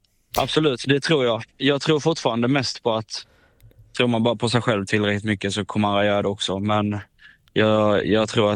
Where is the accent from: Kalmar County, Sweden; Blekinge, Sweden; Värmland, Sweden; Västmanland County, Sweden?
Blekinge, Sweden; Sölvesborg; now in Stockholm, Sweden; Bland annat hemma i Sölvesborg då.